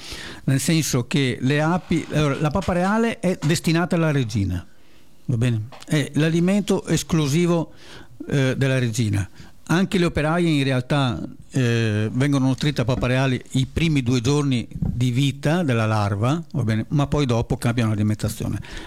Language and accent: Italian; Lusia, Veneto, Italy; Questo succede anche succedeva anche dalle mie parti. Lusia